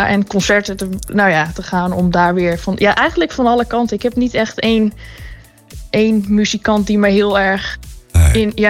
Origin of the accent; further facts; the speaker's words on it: Drenthe, Netherlands; Ik ben wel geboren en getogen Drent. Alleen... Ik kan gewoon niet zo goed Drents.